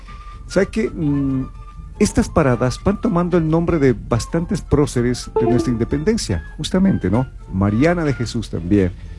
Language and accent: Spanish; Ecuador